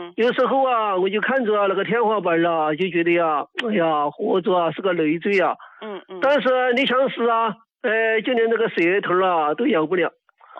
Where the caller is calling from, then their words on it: Chongqing, China; 我是重庆的呀，